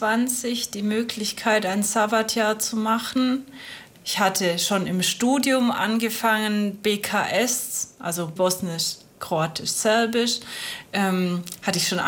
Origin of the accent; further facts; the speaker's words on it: Germany; born there; ich habe zufällig als Kind in Deutschland schon serbische, aber auch bulgarische und mazedonische Volkstänze kennengelernt